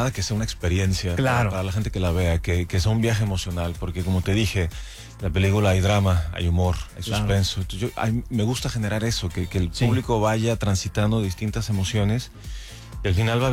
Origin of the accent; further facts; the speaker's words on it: Tijuana, Baja California, Mexico; Yo soy de Tijuana.